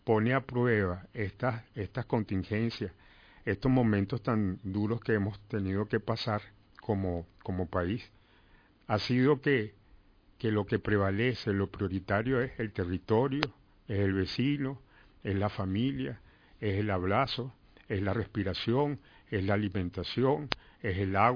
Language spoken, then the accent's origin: Spanish; Venezuela; así somos los venezolanos